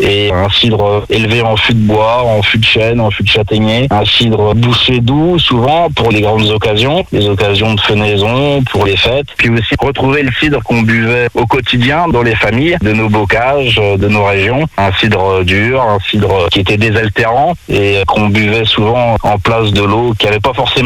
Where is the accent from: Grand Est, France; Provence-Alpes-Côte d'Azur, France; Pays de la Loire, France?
Pays de la Loire, France; Nogent-le-Bernard; j'ai passé une bonne partie de mon enfance dans la Sarthe, à Nogent-le-Bernard, où mon père a repris une ferme au début des années 90